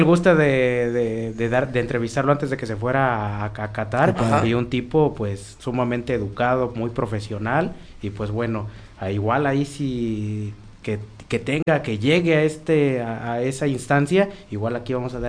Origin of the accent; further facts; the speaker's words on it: Mexico; Porque así somos los mexicanos, luchones, entrones, con mucha garra